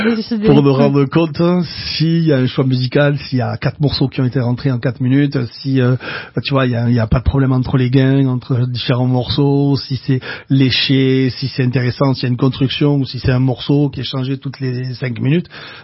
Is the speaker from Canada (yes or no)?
no; Béziers, Occitanie, France; Je viens de Béziers, tu vois, je déteste les gens de Béziers, parce qu'ils me rappellent que je suis de Béziers.